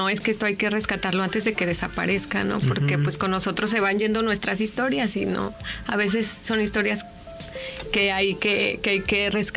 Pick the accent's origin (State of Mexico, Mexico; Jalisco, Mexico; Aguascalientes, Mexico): Aguascalientes, Mexico; Real de Asientos; born there; Real de Asientos, que es mi pueblo